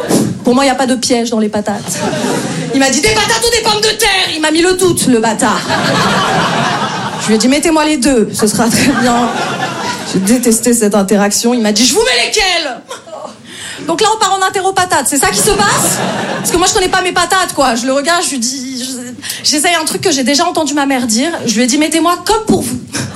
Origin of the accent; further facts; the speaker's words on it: Paris, Île-de-France, France; Je me présente … moi je viens de Paris, j'essaye de jouer un peu dans plein de villes en France.